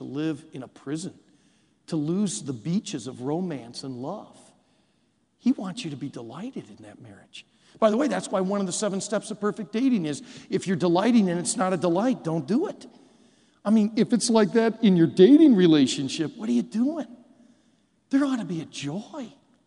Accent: Michigan, United States; I remember growing up around Lake Michigan

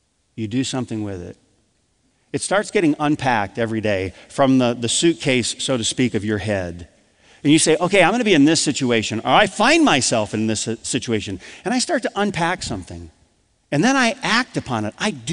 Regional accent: Adrian, Michigan, United States; I grew up in Adrian, Michigan.

